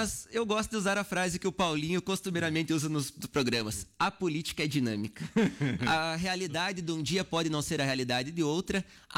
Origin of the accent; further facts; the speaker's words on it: Soledade, Rio Grande do Sul, Brazil; Sou natural de Soledade, estudei dos meus 6 anos até os 13 anos na Escola Eurípides da La Costa